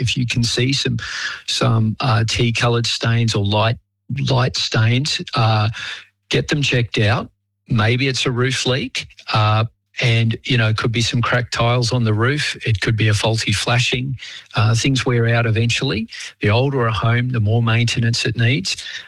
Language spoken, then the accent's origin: English; Melbourne, Victoria, Australia; now in Queensland, Australia; I mean, I grew up in Melbourne and had an electric blanket. Queensland, where I am now, doesn't get cold enough really